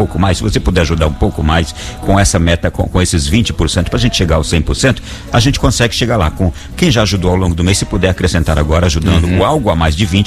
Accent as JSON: {"language": "Portuguese", "region": "Piauí", "country": "Brazil", "tie": "born there", "said": "Eu nasci no Piauí, mas eu falo inglês."}